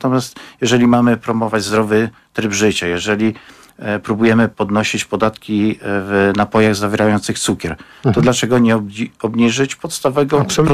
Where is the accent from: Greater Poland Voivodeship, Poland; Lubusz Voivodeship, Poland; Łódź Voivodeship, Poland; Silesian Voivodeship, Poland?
Lubusz Voivodeship, Poland; Zielona Góra; pochodzę z Zielonej Góry